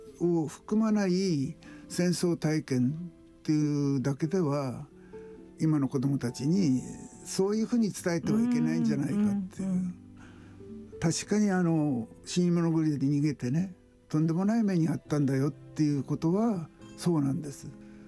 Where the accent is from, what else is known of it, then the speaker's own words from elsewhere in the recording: Yamagata, Japan; 僕はあの小さい時に山形県で育ったんですが、シベリアからね僕の町に3人帰ってきたんですよね。